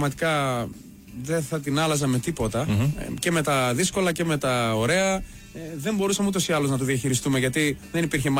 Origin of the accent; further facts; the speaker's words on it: Thessaloniki, Central Macedonia, Greece; also born or lived in Paris, France; Γεννήθηκα στο Παρίσι. Έλληνας Θεσσαλονικιός βέβαια. Ήρθα 5 χρονών με τους γονείς μου από Γαλλία-Ελλάδα και από τότε δεν έφυγα από τη Θεσσαλονίκη καθόλου.